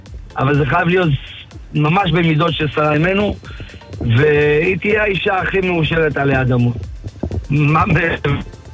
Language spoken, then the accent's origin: Hebrew; Haifa District, Israel; אמנם אני באתי מהכרמל, באתי משפחה מאוד עשירה, אבל כסף לא סינבר אותי.